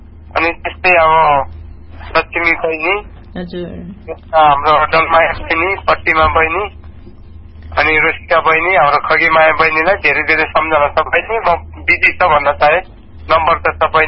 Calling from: Shuklagandaki, Gandaki Province, Nepal

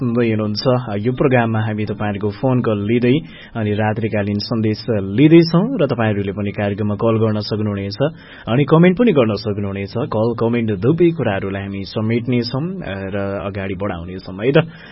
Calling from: Kathmandu, Bagmati, Nepal; हजुर काठमाडौँबाट

